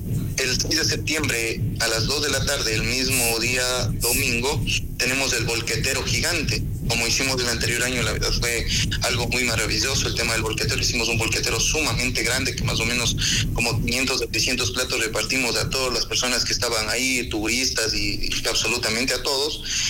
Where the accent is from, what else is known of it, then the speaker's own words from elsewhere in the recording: Ecuador; quienes celebramos somos todos de Río Verde